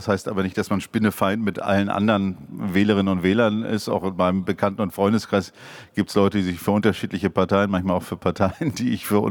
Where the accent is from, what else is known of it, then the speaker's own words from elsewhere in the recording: Berlin, Germany; Aber ich fühle mich eigentlich als Berliner, ja.